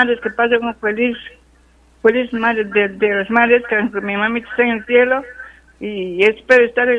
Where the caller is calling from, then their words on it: Lamas, San Martín, Peru; Del barrio de Suchillo